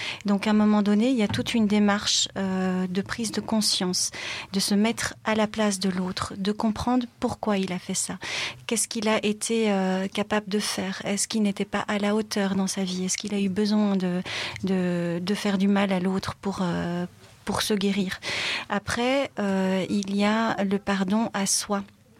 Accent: Belgium; born there; le plat pays, ben, c'est le mien. J'ai beaucoup voyagé et je voyagerai toujours. Mais voilà, c'est ma terre natale et elle est si belle.

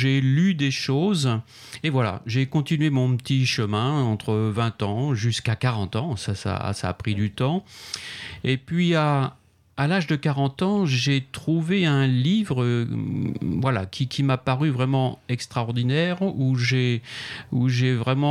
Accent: France; Je suis français.

